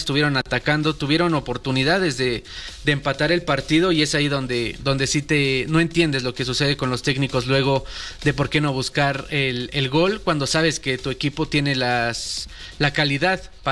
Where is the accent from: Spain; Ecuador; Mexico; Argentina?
Mexico